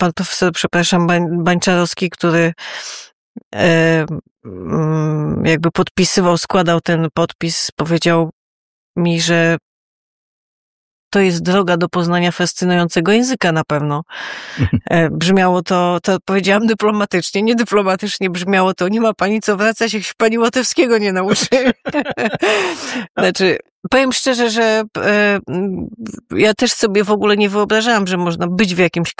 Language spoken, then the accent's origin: Polish; Bartoszyce, Warmian-Masurian Voivodeship, Poland; na Warmii i Mazurach, gdzie się wychowałam, na ziemi Natangów, notabene, myślę, że był ten bałtycki duch. W Bartoszycach, w których spędziłam dzieciństwo